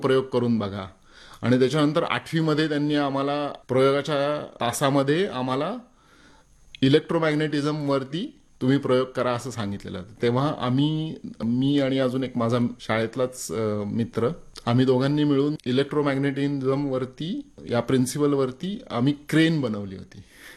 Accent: Pune, Maharashtra, India; born or raised there

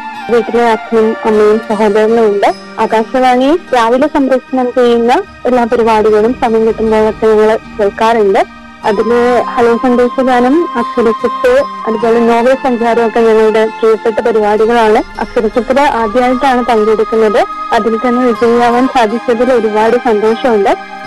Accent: Bekal, Kerala, India; ഞാൻ കാസർഗോഡ് ബേക്കൽ സ്വദേശിയാണ്.

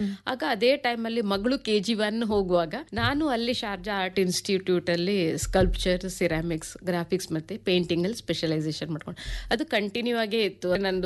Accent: Kota, Karnataka, India; moved away as an adult; also born or lived in Saligrama / Sagar / Udupi / Mangaluru; now in Sharjah, United Arab Emirates; ನಾನು ಆಕ್ಚುಲಿ ಹುಟ್ಟಿ ಬೆಳೆದಿದ್ದು ಲಾಲಿ ಗ್ರಾಮ, ಕೋಟ, ಉಡುಪಿ ಜಿಲ್ಲೆ ಬರ್ತದೆ.

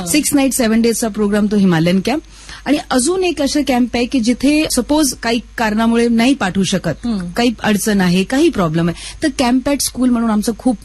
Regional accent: Himachal Pradesh, India; moved away as an adult; also born or lived in Chandigarh; मी देवभूमी हिमाचलची आहे, ठीक आहे. माझे रूट्स तिकडचे आहे, ठीक आहे. माझा बॉर्न ब्रॉटअप हिमाचल, एज्युकेशन चंडीगडला.

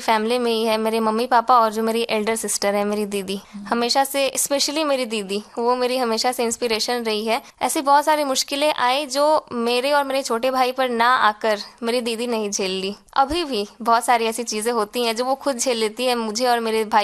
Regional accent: Muzaffarpur, Bihar, India; मैं मूल रूप से मुजफ्फरपुर की निवासी हूँ

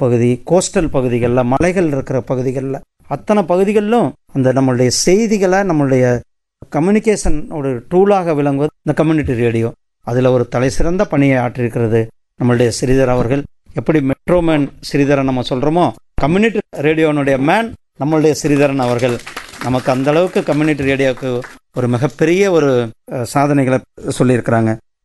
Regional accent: Namakkal, Tamil Nadu, India; ஏன்னா அவர் சேலத்துக்காரர், இவர் கோயம்புத்தூர்காரர், நான் நாமக்கல்காரன்.

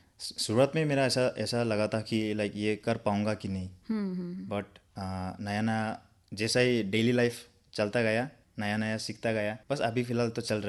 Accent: Northeast India, India; मैं north east से belong करता हूँ

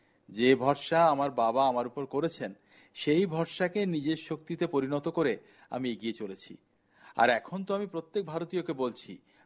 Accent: India

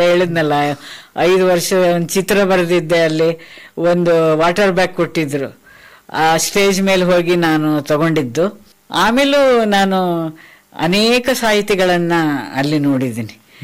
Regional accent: Karnataka, India; ನನ್ನ ಊರಿನ ತುಂಗಾ ನದಿ ಕಾಡು ಬೆಟ್ಟ ಗುಡ್ಡ ಎಲ್ಲ ನೆನಪು ಬರ್ತಿತ್ತು.

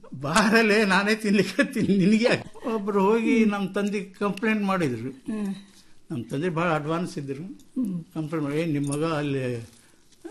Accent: Sulibhavi, Karnataka, India; ಮೂಲ ಊರು ನಮ್ದು ಸುಳಿಭಾವಿ, ಅದು ಧಾರವಾಡ. … ಅವರು ಗದಿಗ್ನವರು, ನಮ್ಮ ತಾಯಿ ಗದಿಗ್ನಾಕಿ.

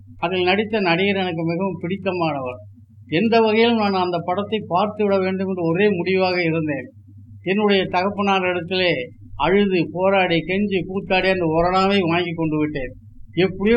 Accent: Erode, Tamil Nadu, India; என்னுடைய சொந்த ஊர் ஈரோடு. ஈரோட்டிலே பள்ளியிலே படித்தேன்.

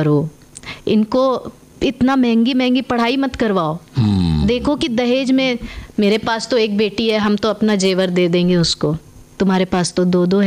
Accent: Bihar, India; अरे भाई हम बिहार से हैं तो हम अंग्रेजी में भी बात कर सकते हैं।

